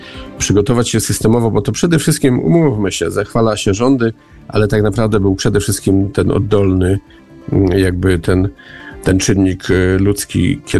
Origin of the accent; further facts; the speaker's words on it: Silesian Voivodeship, Poland; Sam pochodzę z Górnego Śląska.